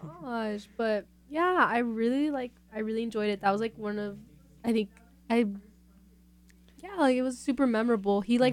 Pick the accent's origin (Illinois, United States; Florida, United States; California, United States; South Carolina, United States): California, United States; San Diego; I'm from San Diego.